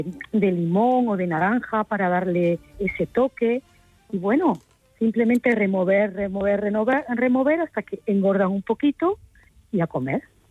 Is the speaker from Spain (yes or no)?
yes; Granada, Andalusia, Spain; Bueno, yo soy de Granada.